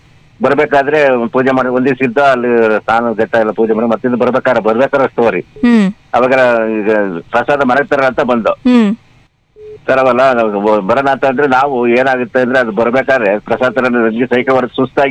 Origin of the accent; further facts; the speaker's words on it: Karnataka, India; born there; ನಮ್ಮೂರಿಂದ ಧರ್ಮಸ್ಥಳ ಒಂದು 105 kilometer ಆಗುತ್ತೆ 100 to 175 ಆಗುತ್ತೆ